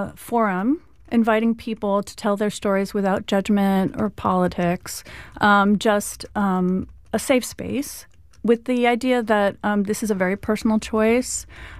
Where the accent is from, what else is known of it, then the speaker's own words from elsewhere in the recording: New York, United States; I grew up in New York, but San Diego is my ancestral homeland. My dad is from here.